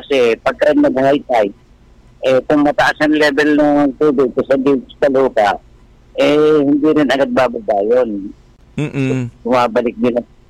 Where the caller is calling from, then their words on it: Malabon, Metro Manila, Philippines; Nandito ako sa Malabon.